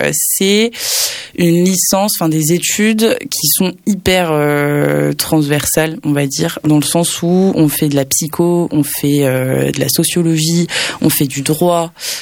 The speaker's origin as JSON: {"language": "French", "town": "Nantes", "region": "Pays de la Loire", "country": "France", "moved": "yes", "said": "Je viens de Nantes"}